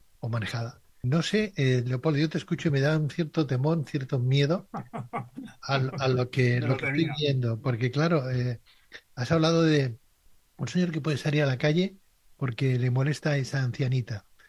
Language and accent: Spanish; Spain; yo me siento español